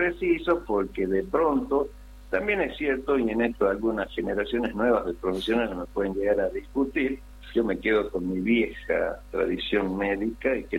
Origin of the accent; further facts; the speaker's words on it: Catamarca, Argentina; born there; Los que somos nacidos en Catamarca